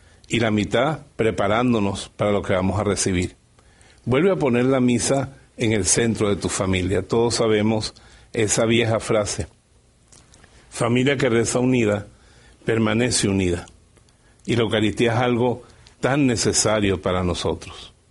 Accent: Bejuma, Carabobo, Venezuela; Yo crecí en Bejuma, en un pueblo de Venezuela

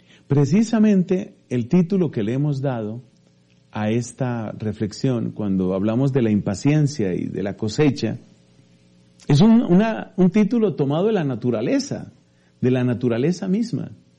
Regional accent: Colombia; en mi país, en Colombia

